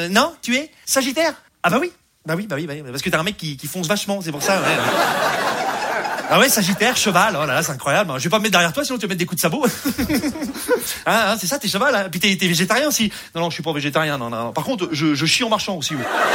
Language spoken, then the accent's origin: French; Rouen, Normandy, France; je viens de Rouen, voilà, je vous le dis. Hein, je sais pas si vous connaissez un peu Rouen, c'est la Normandie, voilà. Rouen, c'est la ville aux 100 clochers